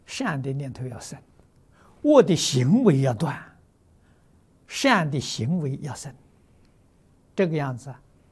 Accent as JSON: {"language": "Chinese", "country": "China", "said": "我们中国人常常讲的回首如意啊"}